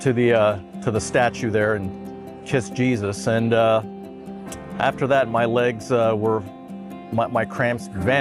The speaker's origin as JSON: {"language": "English", "town": "Kansas City", "region": "Missouri", "country": "United States", "said": "I'm from Kansas City, Missouri."}